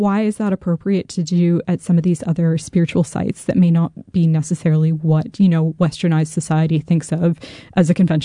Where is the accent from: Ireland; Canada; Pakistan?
Canada; because as a Canadian, you just do not wear shoes inside the house.